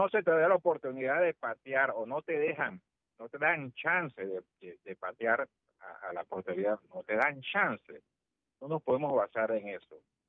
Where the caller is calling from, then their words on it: Panama; como panameño